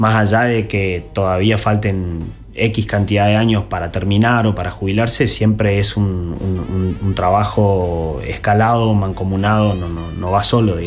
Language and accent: Spanish; Corrientes, Argentina; moved away as an adult; now in Resistencia, Argentina; Quería quedarme acá en Corrientes. Bueno, ahora vivo en Resistencia